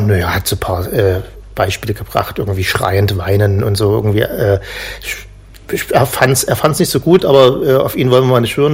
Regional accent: East Germany, Germany; ich war natürlich in den 80ern als Ossi

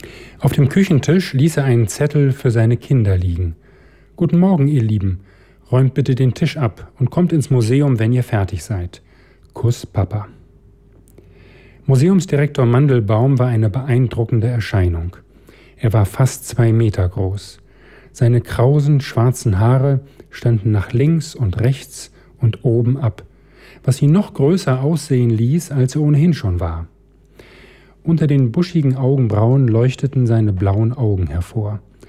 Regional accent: Duisburg, North Rhine-Westphalia, Germany; Ich bin im Ruhrgebiet aufgewachsen, Duisburg, und da gibt es sehr, sehr viele stillgelegte Industriegebiete, Kohlezechen, Stahlwerke und andere Orte.

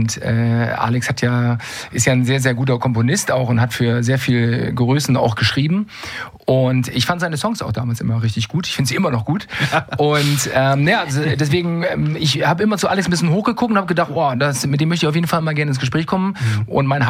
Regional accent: Breiholz, Schleswig-Holstein, Germany; Ich bin ein echtes Nordlicht hier. Ich komme aus Breiholz.

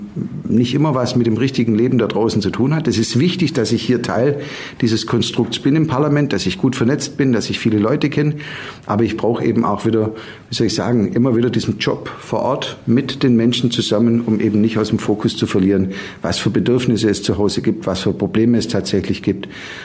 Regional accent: Münsingen, Baden-Württemberg, Germany; Und deswegen habe ich mich im Jahr 2009 mal für die Gemeinderatswahl in Münsingen, meiner Heimatstadt, aufstellen lassen.

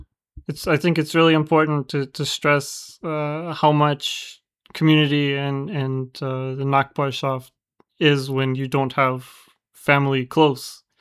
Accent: Canada; moved away as an adult; now in Germany; when you grow up where we grew up in Canada, it's very multicultural and accepting and open. And when we first moved to Germany and we lived in Dresden

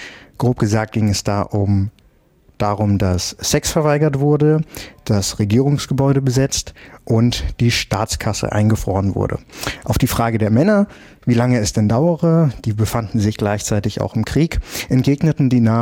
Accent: Bad Hersfeld, Hesse, Germany; ich war in meiner Heimat unterwegs und zwar bei den Bad Hersfelder Festspielen.

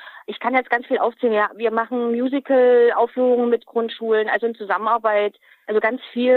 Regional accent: Wettin-Löbejün, Saxony-Anhalt, Germany; Meine Heimat. Wettin Le Bihun ist meine Heimat, also speziell Le Bihun. Weil ich bin ja schon immer in Lübbelhühn und arbeite, lebe hier.

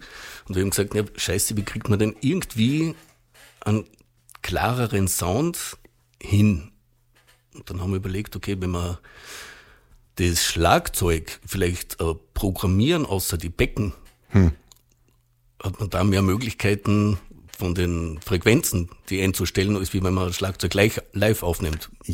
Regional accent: Austria

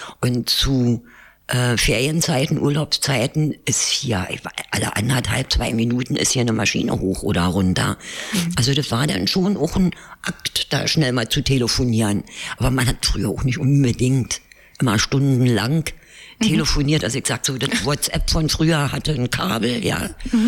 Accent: Berlin, Germany; Weil ich mich hier immer wohlgefühlt habe. Also ich habe es immer irgendwie als ja meine Heimat.

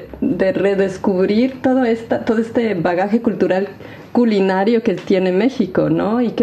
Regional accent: Ecuador; now in Germany; yo soy ecuatoriana, ¿no?, de nacimiento y crecí en Ecuador

